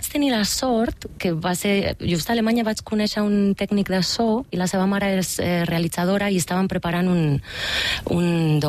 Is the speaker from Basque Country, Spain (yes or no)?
yes; Bilbao, Basque Country, Spain; Catalan is a second language; També és veritat que quan jo vaig créixer a Bilbao era una situació molt difícil.